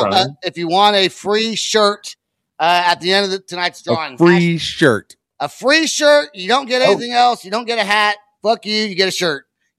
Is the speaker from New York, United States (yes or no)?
no; Oklahoma, United States; I'm from Oklahoma